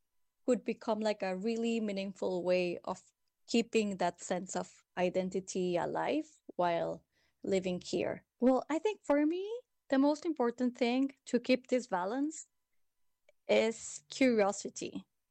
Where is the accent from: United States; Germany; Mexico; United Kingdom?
Mexico; I'm from Mexico. I'm 39 years old.